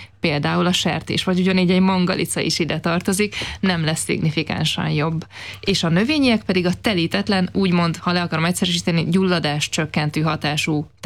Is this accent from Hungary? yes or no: yes; Great Hungarian Plain, Hungary; én is alföldi vagyok, tehát ismerem ennek a kultúráját